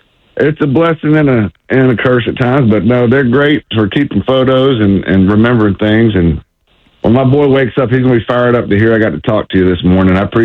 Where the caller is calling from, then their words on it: Panama City Beach, Florida, United States; I am calling from Panama City Beach this morning.